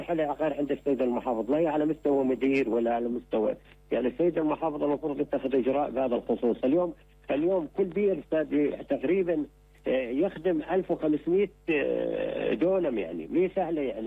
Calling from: Deir ez-Zor, Deir ez-Zor Governorate, Syria; أنا بخضر من دير الزور

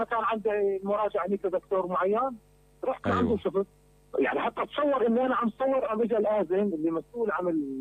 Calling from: Homs, Homs Governorate, Syria; من مدينه حمص.

